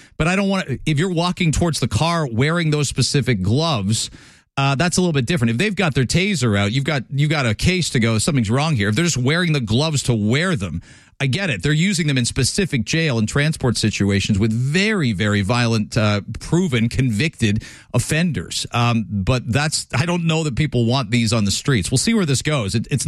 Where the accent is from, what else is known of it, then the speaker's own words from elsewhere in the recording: London, Ontario, Canada; There was a girl from my hometown in London